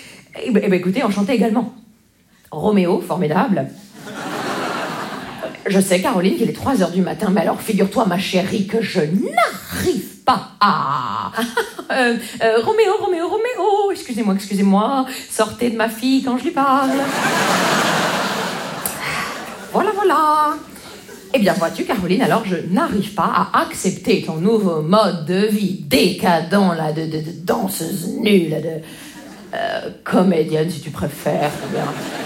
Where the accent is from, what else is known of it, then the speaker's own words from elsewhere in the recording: Grand Est, France; Vous savez, moi, je viens des Vosges.